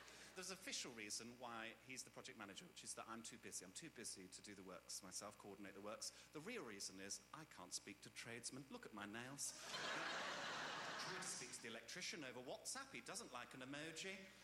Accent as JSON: {"language": "English", "town": "Birmingham", "region": "West Midlands", "country": "United Kingdom", "said": "I'm from Birmingham. Anyone from Birmingham in? Oh, hello. I don't have the accent because I was born better. Yes, I live with my mum and dad in quite a posh area of Birmingham."}